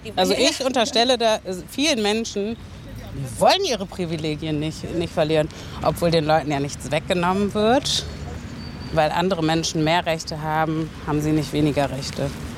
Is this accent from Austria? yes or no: no; Germany; Also ja, klar bin ich Deutsche, aber es ist für mich jetzt nicht ein hundertprozentiges Heimatgefühl